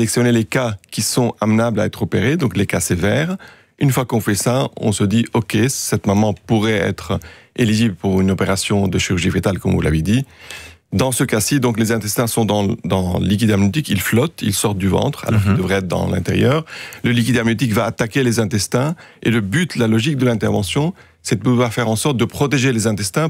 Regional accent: Belgium; Il y a tellement peu de cas que quand ça arrive chez nous en Belgique

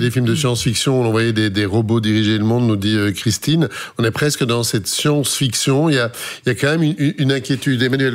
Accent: Brussels, Brussels-Capital Region, Belgium; parce que ça s'entend que je viens de Bruxelles

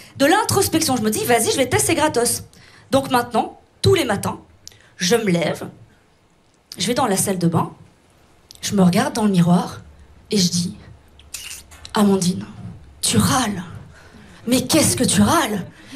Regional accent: Belgium; accent: Belgian; Quand je m'énerve, mon accent belge revient très fort, sinon je l'ai pas trop.

